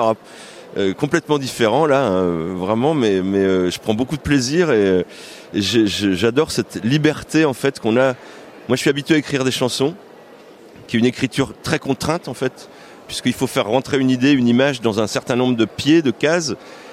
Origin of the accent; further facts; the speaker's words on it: Châteauroux, Centre-Val de Loire, France; born there; Mais en plus, je suis né à Châteauroux, donc ça fait plaisir.